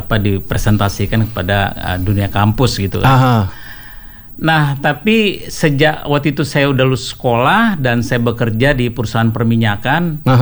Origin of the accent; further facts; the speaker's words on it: Jakarta, Indonesia; also born or lived in Banda Aceh; Ya, tapi saya dari tahun 70 udah tinggal di Jakarta.